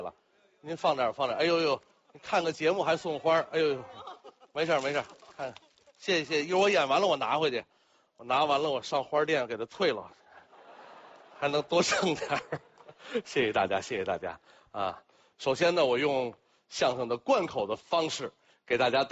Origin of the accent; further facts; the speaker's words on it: Beijing, China; 我正宗的北京人。